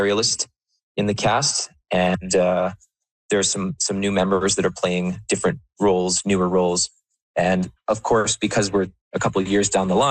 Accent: Calgary, Alberta, Canada; I'm back here in my hometown in Calgary

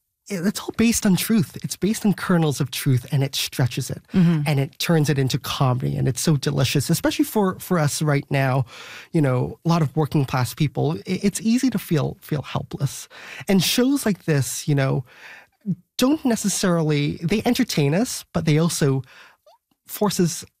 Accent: Singapore; you know, as a Singaporean

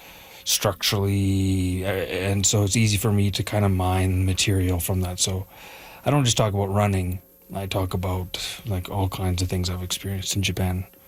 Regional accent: Edmonton, Alberta, Canada; I'm from Edmonton. I live in Leduc, which is right outside Edmonton.

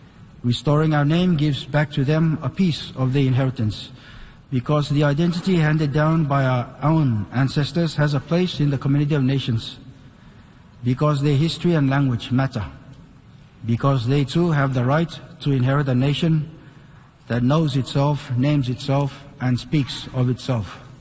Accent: Nauru; Ma dinero. That means I am from Nauru. And so is every person I have the honor to speak for today.

